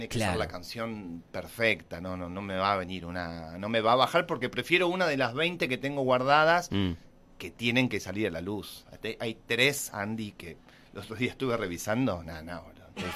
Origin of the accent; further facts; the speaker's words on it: Buenos Aires, Argentina; now in San Fernando, Argentina; Viví muchos años de chico en Capital y bueno, viste que venís acá y respirás, es eso. Pero en San Fernando, donde vivo allá